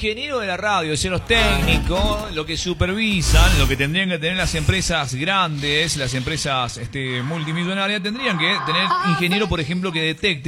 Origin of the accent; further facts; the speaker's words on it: Olta, La Rioja, Argentina; Creo que soy el más hay un olteño de pura cepa, 100%.